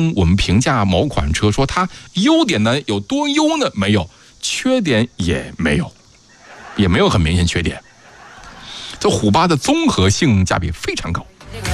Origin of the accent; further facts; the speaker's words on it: northern China, China; moved away as an adult; now in Yichang, China; 我就是北方人，